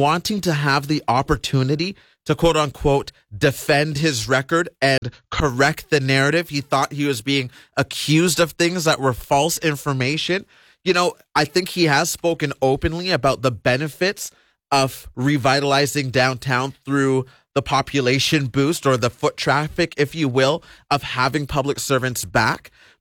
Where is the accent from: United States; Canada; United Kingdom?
Canada; Ottawa, Ontario; born there